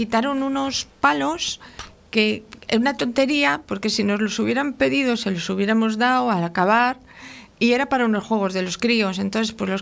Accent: Laredo, Cantabria, Spain; que somos de Laredo

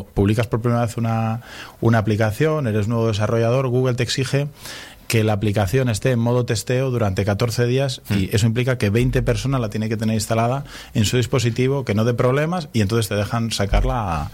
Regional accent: Laredo, Cantabria, Spain

